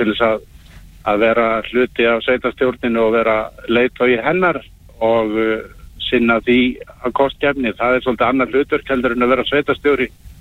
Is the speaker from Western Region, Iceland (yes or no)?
yes; Hvalfjarðarsveit, Western Region, Iceland; Þetta er mín heimasveit